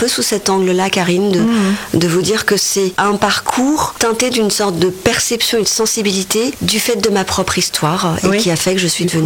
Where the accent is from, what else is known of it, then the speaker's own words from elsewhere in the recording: Madagascar; born there; Je suis née à Madagascar, dans un lit, je dirais, déjà un peu conflictuel, c'est-à-dire que ma maman, elle est malgache catholique et mon papa, indien musulman.